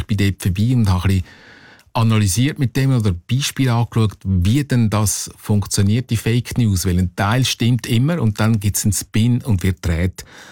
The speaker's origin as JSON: {"language": "German", "country": "Switzerland", "said": "Wir reden Deutsch, aber wir verstehen uns gleich als Schweizer"}